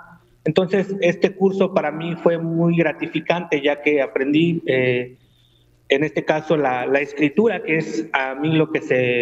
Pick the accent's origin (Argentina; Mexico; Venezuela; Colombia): Mexico; Mecatlán, Veracruz; first language Totonac; Spanish is a second language; now in Coyutla, Mexico; soy originario de aquí de la Sierra del Totonacapan, específicamente del municipio de Mecatlán, pero ahorita me encuentro laborando aquí en el municipio de Coyutla, Veracruz.